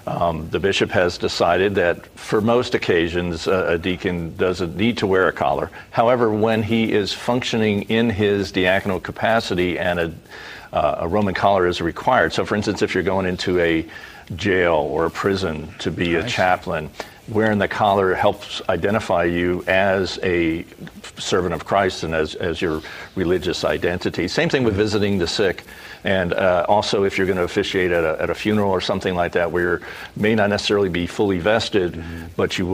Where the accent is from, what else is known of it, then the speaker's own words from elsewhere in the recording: Pennsylvania, United States; I grew up in Pennsylvania.